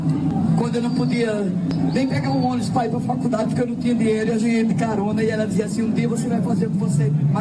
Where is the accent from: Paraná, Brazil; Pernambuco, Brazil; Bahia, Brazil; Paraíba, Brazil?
Paraíba, Brazil; Sou paraibana, sou muito honrada em estar aqui